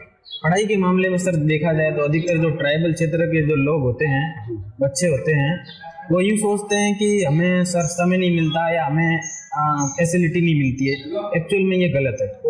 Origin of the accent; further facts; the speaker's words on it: Amli, Rajasthan, India; मैं पिनवाड़ा तहसील के आमली गांव का रहने वाला हूं और मेरी जो स्कूली शिक्षा है वो पिनवाड़ा से ही हुई है